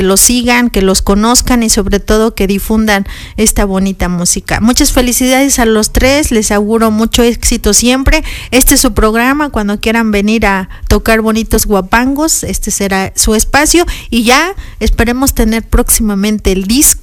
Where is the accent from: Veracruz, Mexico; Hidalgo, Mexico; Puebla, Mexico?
Puebla, Mexico; nuestra cultura y como identidad como huastecos poblanos, y sobre todo esta franja, que somos más de 37 municipios los que forma parte de esta región tan importante de la Huasteca poblana.